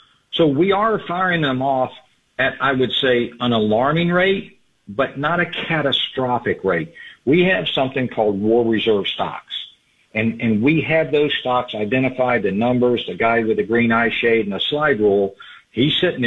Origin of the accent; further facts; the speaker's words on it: Alabama, United States; I'm from Alabama